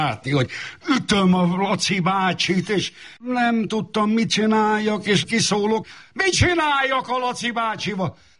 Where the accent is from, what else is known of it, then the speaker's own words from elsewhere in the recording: Szeged, Csongrád-Csanád, Hungary; born there; 67-ben, amikor én Szegeden születtem